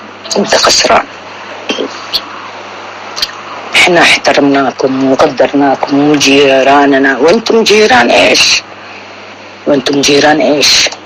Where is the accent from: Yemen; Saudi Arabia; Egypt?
Yemen; احنا أحرار يمنيين أحرار